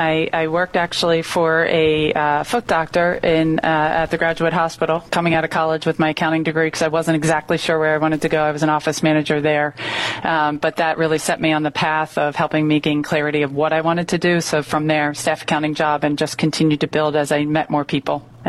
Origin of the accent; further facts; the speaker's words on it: Springfield, Pennsylvania, United States; I'm from Springfield, Delaware County. I'm one of three, and I'm in the middle, older sister, younger brother.